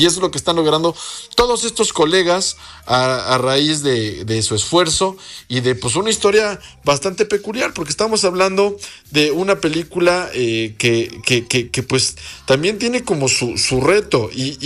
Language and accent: Spanish; Mexico; Yes, I can, soy mexicano y sí puedo, ¿no?